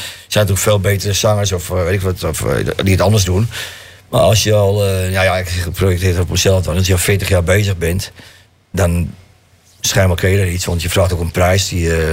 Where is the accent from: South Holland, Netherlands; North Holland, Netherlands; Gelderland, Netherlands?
North Holland, Netherlands; Amsterdam; Ik kom uit de Jordaan en ik ben alleen maar op straat opgevoed.